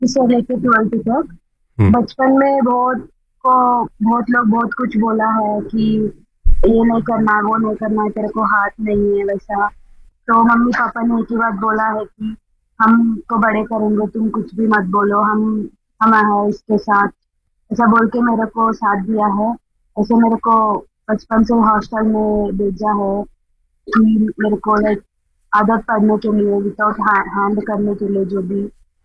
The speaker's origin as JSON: {"language": "Hindi", "region": "Andhra Pradesh", "country": "India", "said": "मैं आंध्र प्रदेश से हूँ"}